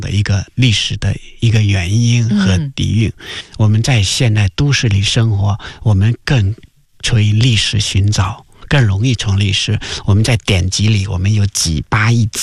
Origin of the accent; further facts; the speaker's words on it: China; 对于我中国人来说